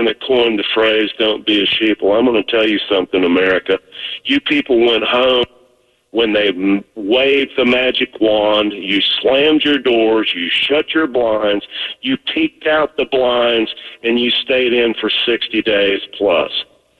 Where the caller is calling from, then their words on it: Boone, North Carolina, United States; We moved her from Asheville, North Carolina, up to our farm in Boone, North Carolina.